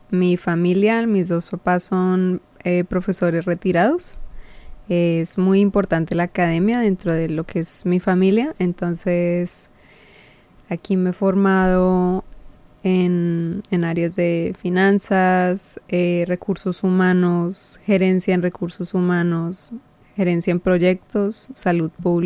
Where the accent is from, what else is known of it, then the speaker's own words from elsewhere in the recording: Colombia; moved away as an adult; now in Australia; Bueno, yo soy originaria de Colombia.